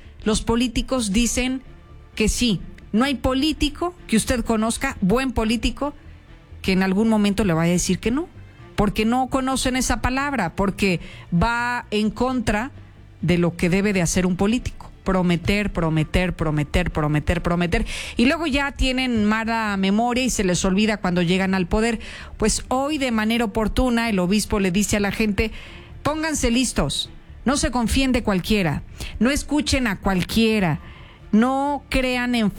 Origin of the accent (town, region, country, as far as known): Mexico